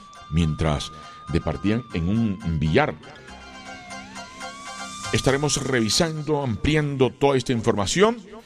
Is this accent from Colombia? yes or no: yes; Colombia; Como ciudadano, como colombiano, me gustaría que un presidente